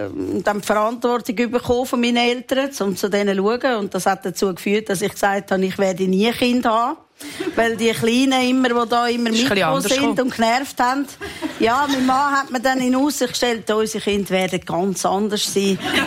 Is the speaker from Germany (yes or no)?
no; Switzerland; Ich bin Schweizerin.